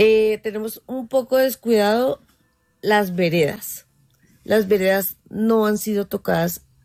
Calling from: Bogotá, Colombia; Desde Bogotá.

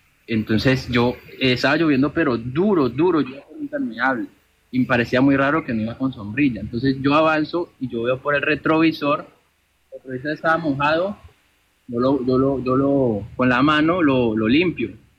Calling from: Cali, Valle del Cauca, Colombia; Hablo de la ciudad de Cali.

